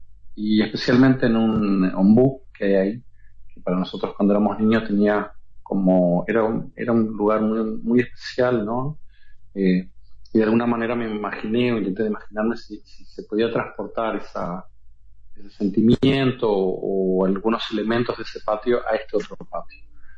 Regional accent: Uruguay; soy de Uruguay

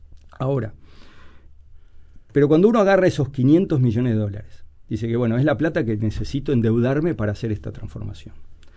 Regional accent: Uruguay

